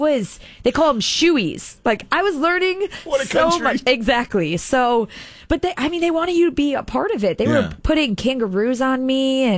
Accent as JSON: {"language": "English", "town": "Chicago", "region": "Illinois", "country": "United States"}